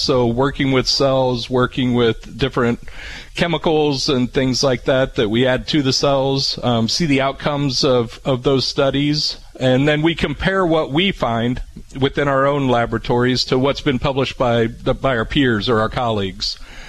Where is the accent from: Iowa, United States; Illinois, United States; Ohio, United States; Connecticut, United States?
Illinois, United States; Dawson; So, I'm originally from here. Okay. From Springfield area. So, I grew up in Dawson, Mechanicsburg area.